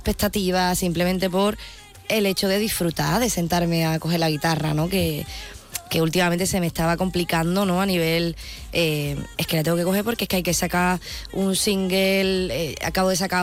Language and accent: Spanish; Punta Umbría, Andalusia, Spain; La gente no sabe que soy de Punta Umbría, de Huelva, hasta que me escucha hablar